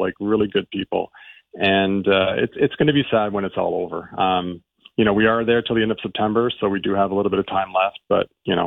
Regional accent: Ottawa, Ontario, Canada; I'm from Ottawa

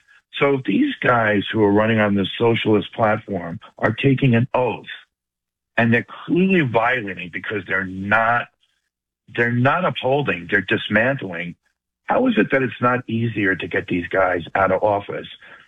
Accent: New York, United States; I am from New York, and I was going to say to Linda, don't ever lose that accent. It's awesome. I'm never going to lose my accent.

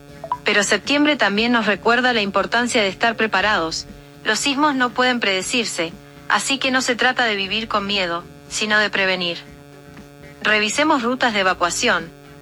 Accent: Argentina; now in Mexico; la argentina más mexicana.

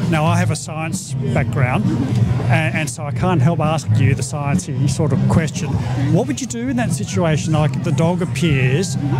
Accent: Australia; born there; being an Australian boy, used to them being swooped.

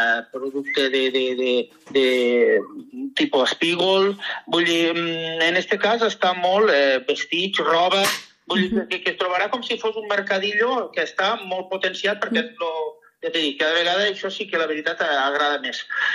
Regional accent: Rossell, Valencian Community, Spain; nosaltres som de Rossell

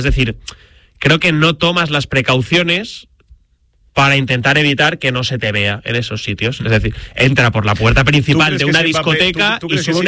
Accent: Valencian Community, Spain; tú y yo que somos de la Comunidad Valenciana

